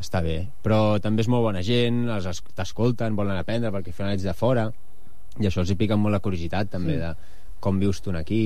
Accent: Badalona, Catalonia, Spain; jo sí que sóc de Badalona, però mai havia treballat a Badalona.

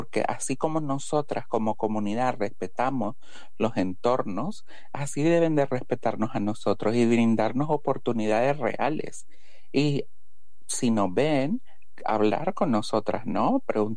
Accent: Honduras; moved away; Me vengo de Honduras dejando todo atrás y aquí también he encontrado mucha, mucha persecución, ¿no?

